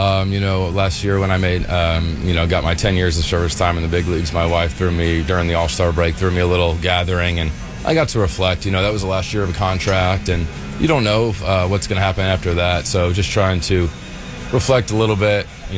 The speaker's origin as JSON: {"language": "English", "region": "New York", "country": "United States", "tie": "born or raised there", "said": "growing up in New York, living through 9/11"}